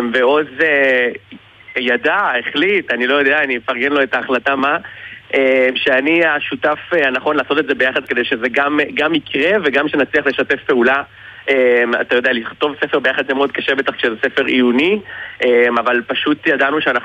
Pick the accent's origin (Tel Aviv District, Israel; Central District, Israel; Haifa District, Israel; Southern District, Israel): Southern District, Israel; Kiryat Gat; אני מקריית גת, בן 30